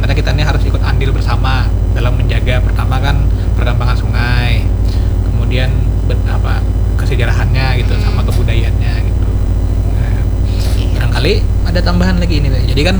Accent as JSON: {"language": "Indonesian", "area": "Banjar", "region": "South Kalimantan", "country": "Indonesia", "said": "kita orang Banjar itu sendiri"}